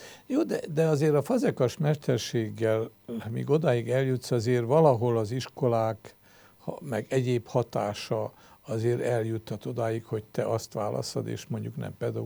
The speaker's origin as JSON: {"language": "Hungarian", "town": "Uzhhorod", "region": "Zakarpattia Oblast", "country": "Ukraine", "moved": "yes", "lives_now": "Pécs, Hungary", "said": "ugye mi Ungváról menekültünk, és háború után Monor, aztán Németboly, Pécsvárad, Mecseknádasd, és Pécs adta az utolsó"}